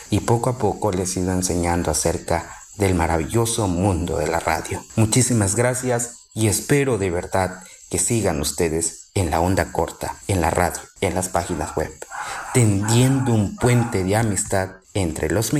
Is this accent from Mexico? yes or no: yes; Mexico; Pero como mexicano me pareció muy interesante